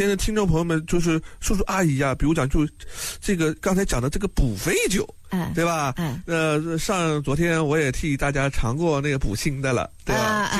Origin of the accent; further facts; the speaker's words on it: Nanjing, Jiangsu, China; 就用我们南京话讲叫磨人。